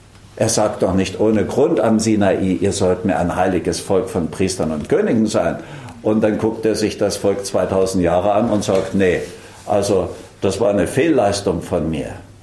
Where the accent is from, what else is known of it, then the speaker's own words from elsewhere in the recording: Germany; wir als Deutsche